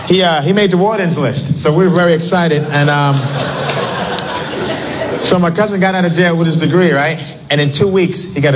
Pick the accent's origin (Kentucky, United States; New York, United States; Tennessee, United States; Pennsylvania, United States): New York, United States; Brooklyn; Like, I'm from Brooklyn. L.A. is way tougher than Brooklyn, you know?